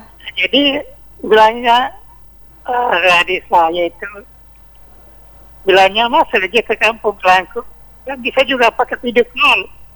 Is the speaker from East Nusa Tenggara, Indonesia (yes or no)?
no; Soppeng, South Sulawesi, Indonesia; now in East Kalimantan, Indonesia; Nah, jadi misalnya pertamanya aku dari Sulawesi ke Morabada, langsung ke situ karena ada saudarinya bapak saya di situ dulu. Sampai sekarang ini di Morabada itu sudah ada satu desa dari kampung saya itu di Sopeng.